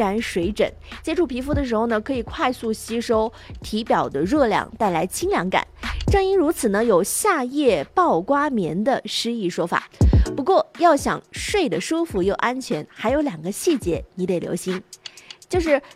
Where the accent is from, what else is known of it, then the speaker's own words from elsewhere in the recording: China; 我们中国人讲究